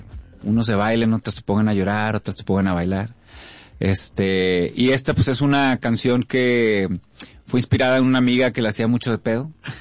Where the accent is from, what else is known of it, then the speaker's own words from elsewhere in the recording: Monterrey, Nuevo León, Mexico; Híjole, pues es Monterrey Centro. Crecí entre las Mitras y luego ya me hice San Petrino.